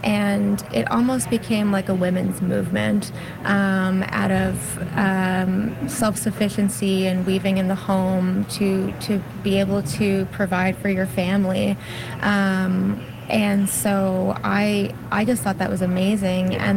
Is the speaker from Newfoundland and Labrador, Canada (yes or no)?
yes; Newfoundland and Labrador, Canada; also born or lived in Alberta; I actually went to school for apparel and costume cutting in Alberta. I am from Newfoundland.